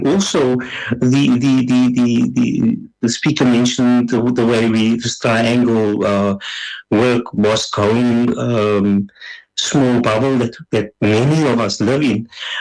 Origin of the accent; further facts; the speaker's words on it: South Africa; But we as a South African culture, we are still having these commissions.